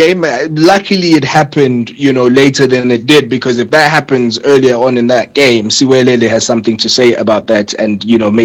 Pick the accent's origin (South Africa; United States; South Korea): South Africa; Durban, KwaZulu-Natal; I am from Durban